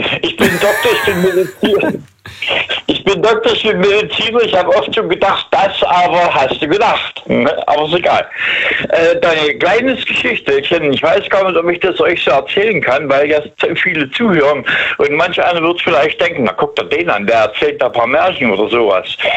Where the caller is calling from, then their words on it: Langen, Hesse, Germany; Ich bin jetzt hier in Hessen. In Langen heißt es, eine kleine Stadt bei Frankfurt.